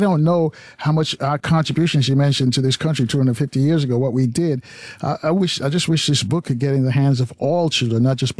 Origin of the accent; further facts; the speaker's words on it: New York, United States; growing up in New York